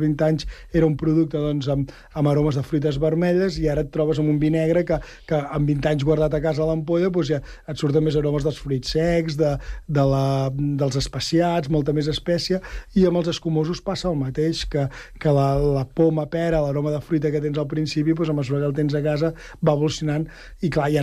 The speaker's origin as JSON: {"language": "Catalan", "region": "Catalonia", "country": "Spain", "said": "com que som del Penedès"}